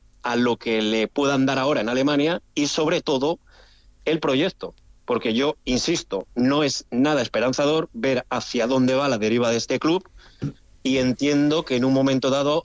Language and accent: Spanish; Valladolid, Castile and León, Spain; que sí, que somos de Valladolid, aficionados del Valladolid y demás